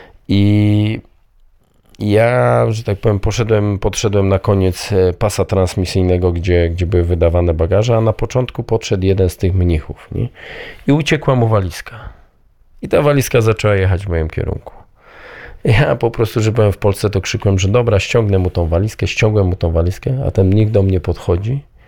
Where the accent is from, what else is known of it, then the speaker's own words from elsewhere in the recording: Zakopane, Lesser Poland, Poland; No jako góral to kocham chodzić po górach.